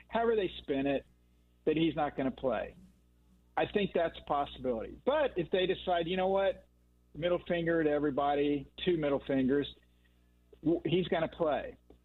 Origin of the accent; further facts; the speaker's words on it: Oklahoma, United States; I grew up in Oklahoma